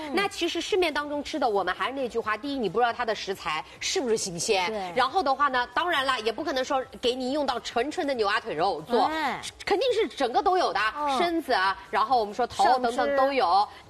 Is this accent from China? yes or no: yes; China; 其实吃这个东西的话呢，我们中国人的话呢就博大精深